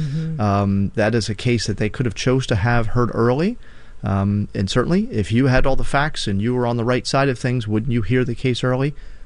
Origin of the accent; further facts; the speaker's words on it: Bucks County, Pennsylvania, United States; I am born and raised in Bucks County. I've never lived anywhere else